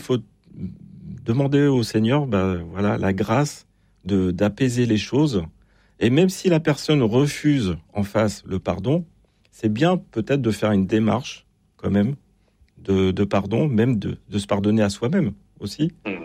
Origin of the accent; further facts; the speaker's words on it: Brittany, France; C'est vrai. Je suis breton.